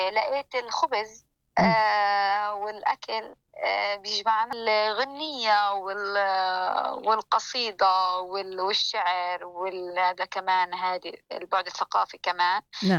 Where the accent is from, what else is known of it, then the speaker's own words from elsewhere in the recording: Gaza, Gaza Strip, Palestine; moved away as an adult; now in Australia; احنا عندنا في فلسطين